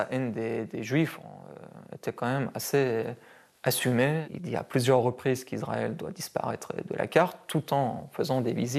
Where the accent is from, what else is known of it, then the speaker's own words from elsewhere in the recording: Iran; moved away; Moi, j'ai grandi en Iran